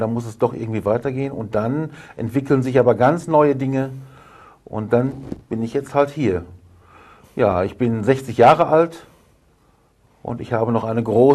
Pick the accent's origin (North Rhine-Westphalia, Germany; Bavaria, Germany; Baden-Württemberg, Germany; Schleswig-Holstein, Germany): North Rhine-Westphalia, Germany; Beleke; Ja, ich komme ursprünglich aus Beleke im Sauerland. Das liegt in der Nähe von Warstein.